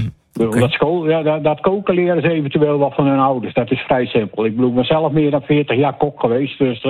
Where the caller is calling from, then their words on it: Terneuzen, Zeeland, Netherlands; uit Terneuzen.